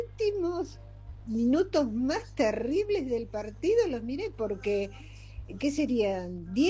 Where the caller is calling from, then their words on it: Magdalena, Buenos Aires Province, Argentina; de Magdalena.